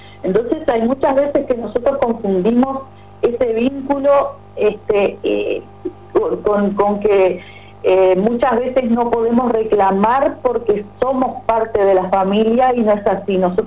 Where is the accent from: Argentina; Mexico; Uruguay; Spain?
Uruguay; Melo, Cerro Largo; moved away as an adult; now in Montevideo, Uruguay; Melo, de donde vengo yo, Rivera, Artigas, pueblos del interior profundo